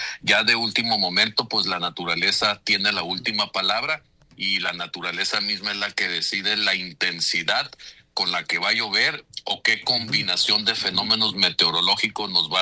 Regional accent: Nogales, Sonora, Mexico; now in Hermosillo, Mexico; particularmente ahí en Nogales, pues tú sabes, yo soy de la Reforma. Estuve hace unos días por allá visitando a mi familia, platicando con mi mamá.

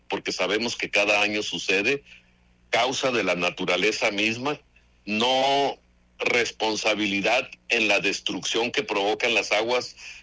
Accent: Nogales, Sonora, Mexico; yo soy de Nogales, soy nacido, soy criado ahí en Nogales

